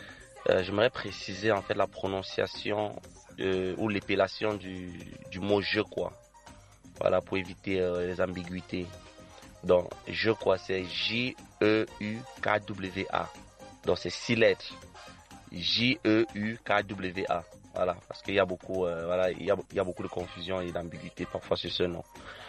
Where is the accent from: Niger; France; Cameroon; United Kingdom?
Cameroon; chez nous au Cameroun